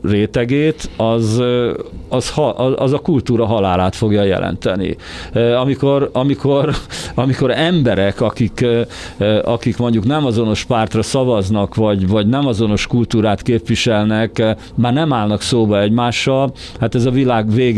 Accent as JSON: {"language": "Hungarian", "country": "Hungary", "tie": "born there", "said": "ezzel a lelki identitással, amivel ide születtem, magyarnak születtem, Magyarországra születtem. Én hazajöttem ide."}